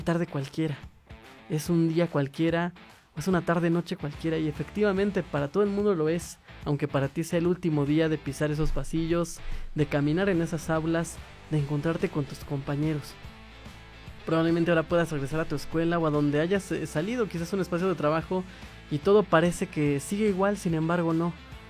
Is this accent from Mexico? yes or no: yes; Pachuca, Hidalgo, Mexico; Yo soy de aquí de Pachuca.